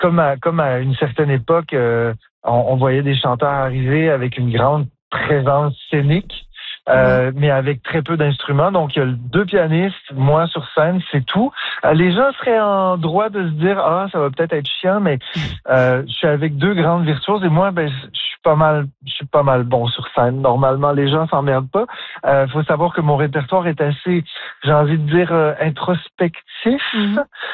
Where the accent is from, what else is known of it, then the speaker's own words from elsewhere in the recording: Ottawa, Ontario, Canada; puis en plus j'ai grandi à Ottawa, donc j'ai vu la communauté franco-ontarienne se battre à certaines époques pour garder leurs droits.